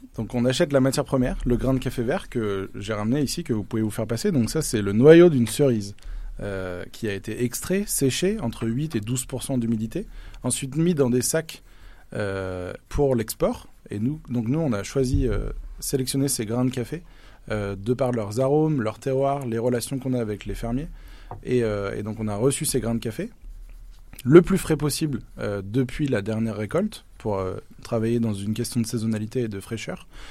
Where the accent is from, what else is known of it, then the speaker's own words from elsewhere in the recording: La Rochelle, Nouvelle-Aquitaine, France; Je viens de La Rochelle.